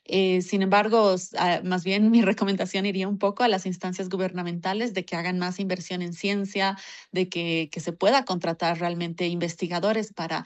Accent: Bolivia; junto a mi colega Enzo Aliaga, que somos nosotros bolivianos, que trabajamos de forma asociada a institutos de la Universidad Mayor de San Andrés

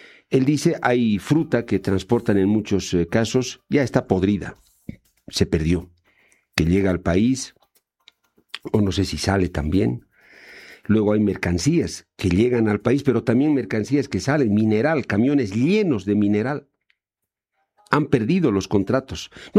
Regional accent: Bolivia

